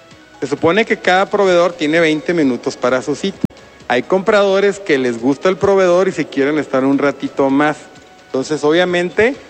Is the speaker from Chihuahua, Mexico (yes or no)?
yes; Chihuahua, Mexico; accent: Chihuahua; Yo creo que no es necesario que les diga que sea de Chihuahua con mi tono, pero bueno, soy de Chihuahua, está aquí enfrente